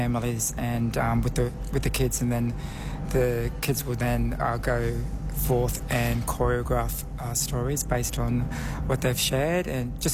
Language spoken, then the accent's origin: English; Queensland, Australia; I'm originally from the Torres Strait Islands. My mum comes from Erub on the eastern side and my dad comes from Ayama in the central parts of the Torres Strait.